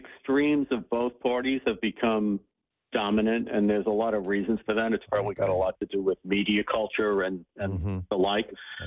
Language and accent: English; New York City, New York, United States; my whole time growing up, I grew up in New York City in the 60s and 70s.